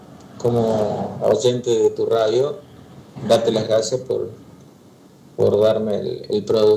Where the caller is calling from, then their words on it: Argentina; de Barrio Matienzo.